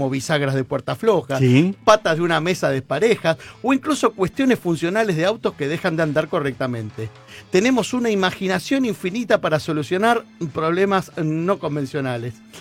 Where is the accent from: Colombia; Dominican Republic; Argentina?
Argentina